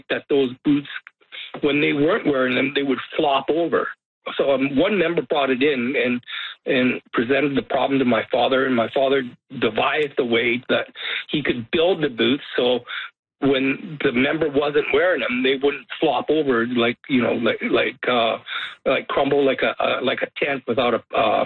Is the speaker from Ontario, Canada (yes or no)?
no; Red Deer, Alberta, Canada; born there